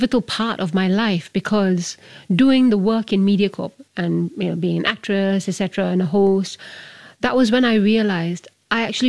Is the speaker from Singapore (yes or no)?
yes; Singapore; So I had grown up watching her with her tiaras, etc. And, you know, being properly Singaporean.